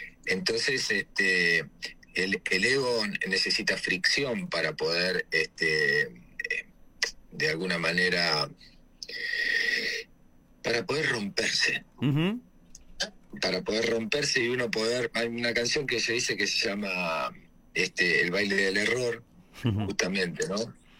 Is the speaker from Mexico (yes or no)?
no; Argentina; si soy argentino.